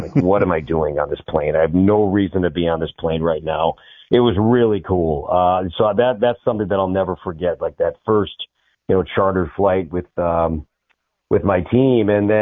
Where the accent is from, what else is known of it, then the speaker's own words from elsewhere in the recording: Chicago, Illinois, United States; now in Texas, United States; But then, you know, I grew up in just a great time to be in Chicago